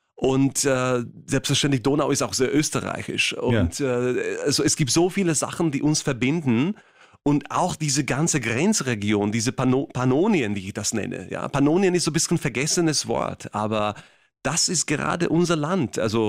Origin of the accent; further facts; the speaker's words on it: Slovakia; Redner bei irgendeiner Demonstration in meiner Heimat. Vor allem im Westen und in der Mitte Slowakei.